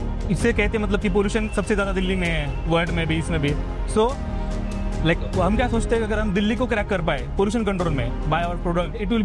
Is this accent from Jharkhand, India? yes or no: no; Beed, Maharashtra, India; I am from basically from Beed Maharashtra